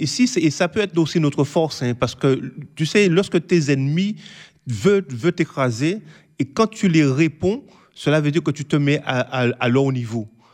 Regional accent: Guadeloupe; je suis de la Guadeloupe.

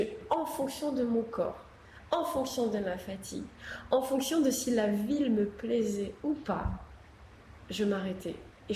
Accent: Réunion; en tant que réunionnais

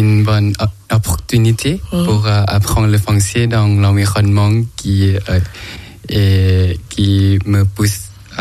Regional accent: Thailand; French is a second language; moved away as an adult; now in Besançon, France; Et je viens de Thaïlande.

